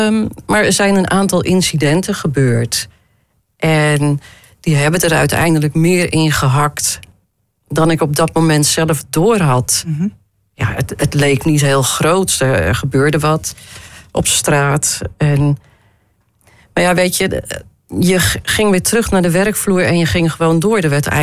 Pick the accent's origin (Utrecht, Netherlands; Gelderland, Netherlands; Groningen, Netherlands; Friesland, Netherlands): Utrecht, Netherlands; Woerden; Ik kom uit Woerden.